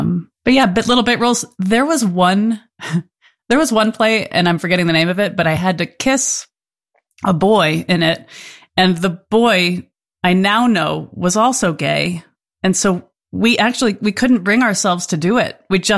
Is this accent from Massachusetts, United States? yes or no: no; Farmington, Connecticut, United States; I grew up in Farmington, Connecticut, and it was a nice place to be. And I also came out of the closet as a gay person in the 90s there